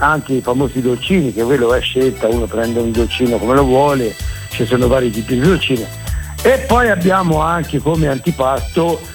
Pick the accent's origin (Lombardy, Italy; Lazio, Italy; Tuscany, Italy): Tuscany, Italy; Civitella in Val di Chiana; Noi lo chiamiamo osho perché l'osho è un po' del nostro dialetto